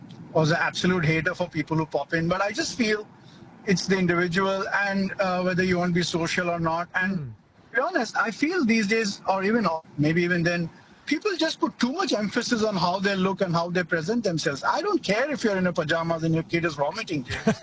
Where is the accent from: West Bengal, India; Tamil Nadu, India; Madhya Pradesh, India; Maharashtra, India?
Maharashtra, India; Mumbai; We grew up in Mumbai, and Mumbai, you just pop in.